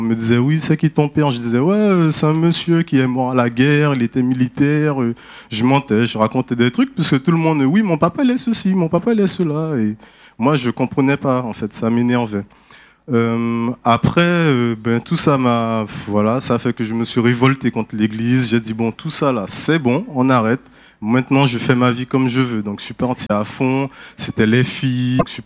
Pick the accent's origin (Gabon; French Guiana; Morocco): French Guiana; born there; Je suis né en Guyane, d'une mère qui est martiniquaise.